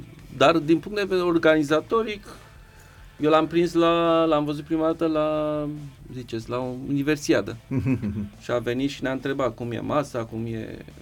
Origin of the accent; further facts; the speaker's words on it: Bucharest, Romania; noi care eram din București, stăm la casă.